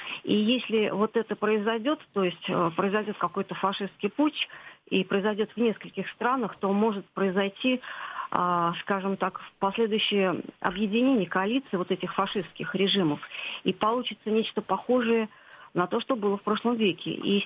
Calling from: Saratov, Saratov Oblast, Russia; я из Саратова.

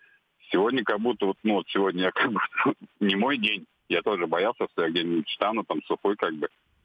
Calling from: Nizhny Novgorod, Nizhny Novgorod Oblast, Russia; я из Нижнего Новгорода вам звоню.

